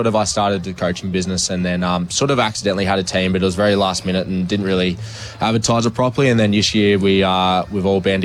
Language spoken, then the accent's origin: English; Melbourne, Victoria, Australia; So I'm a Melbourne boy